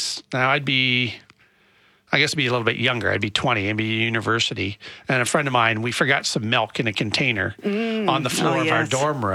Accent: Nova Scotia, Canada; I'm originally from Nova Scotia.

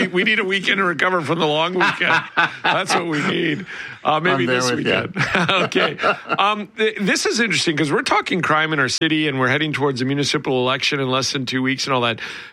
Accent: Alberta, Canada; moved away; I'm from Alberta originally.

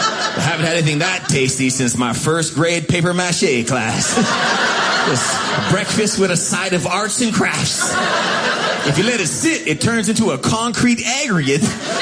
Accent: Canada; I'm down here from Canada. That's where I'm from.

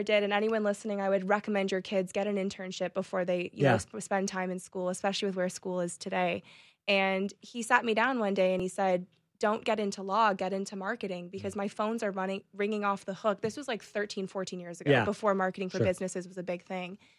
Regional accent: Scarborough, Ontario, Canada; nobody asked me if I was from Scarborough because I went to school downtown Toronto.

